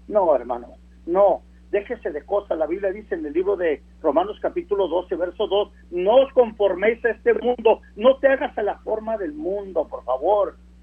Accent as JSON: {"language": "Spanish", "country": "Mexico", "said": "Yo amo a México, yo soy mexicano"}